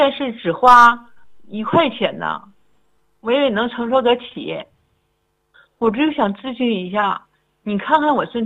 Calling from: Harbin, Heilongjiang, China; 我是哈尔滨的。

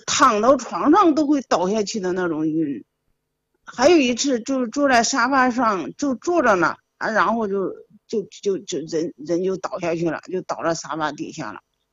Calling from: Henan, China; 今年快70了。我家是河南的

